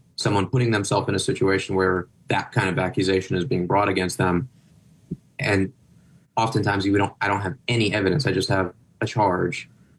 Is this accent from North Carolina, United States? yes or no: no; Phoenix, Arizona, United States; the environment I grew up in South Phoenix